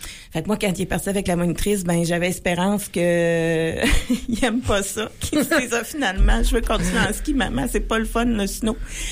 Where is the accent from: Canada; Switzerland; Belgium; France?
Canada; Quebec; moi, je viens de la Quatre-Chemins. Je suis originaire de la Quatre-Chemins.